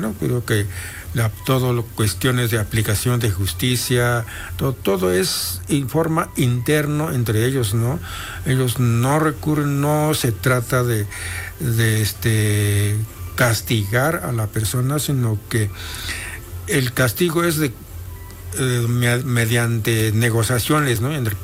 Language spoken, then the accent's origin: Spanish; Mixteca, Mexico; moved away; allá en mi pueblo, la región mixteca